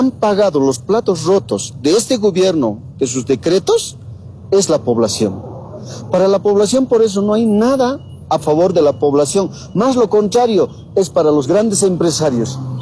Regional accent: Bolivia; mañana no tenemos nada que festejar como bolivianos

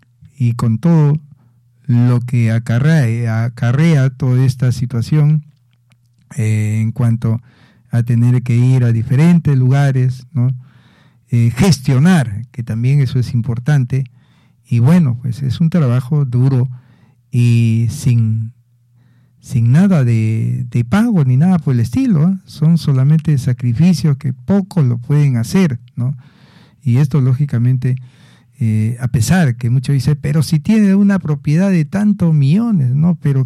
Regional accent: Oyón, Lima, Peru; Soy de aquí, de Ollón, soy de la provincia

